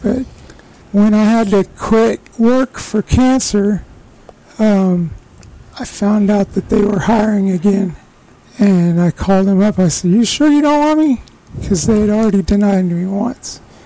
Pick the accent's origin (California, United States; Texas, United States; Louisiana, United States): Texas, United States; Southlake; also born or lived in Iowa / Fort Wayne, Indiana; I was born in Iowa. about a half hour outside Des Moines. And after I was born, about 2 years maybe, we moved Indiana, Fort Wayne. And then after that, we moved to South Lake, Texas, and stayed there until I graduated high school.